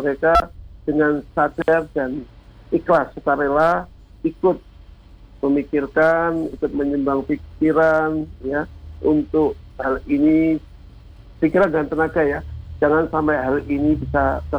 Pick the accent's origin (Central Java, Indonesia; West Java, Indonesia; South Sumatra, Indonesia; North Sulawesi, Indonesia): Central Java, Indonesia; Ungaran; Saya kebetulan lahir besar di Ungaran. Lahir besar di Ungaran